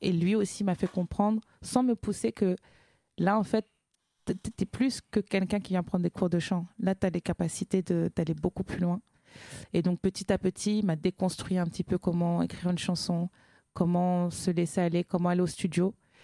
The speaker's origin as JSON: {"language": "French", "country": "Cameroon", "said": "je suis camerounaise déjà."}